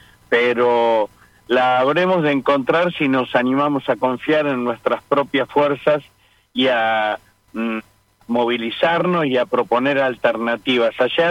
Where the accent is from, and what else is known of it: Argentina